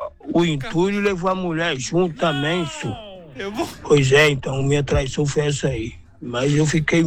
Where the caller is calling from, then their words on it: Vitória da Conquista, Bahia, Brazil; Sou de Vitória da Conquista.